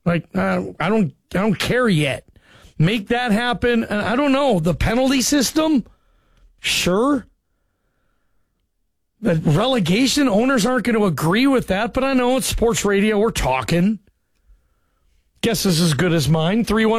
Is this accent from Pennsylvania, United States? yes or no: no; Seattle, Washington, United States; I was raised in Seattle, grew up there. in the 80s and 90s, went to the Kingdome all the time, grew up 10 minutes from the Kingdome.